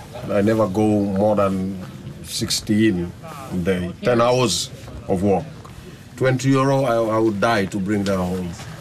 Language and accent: English; Gambia; The Gambia.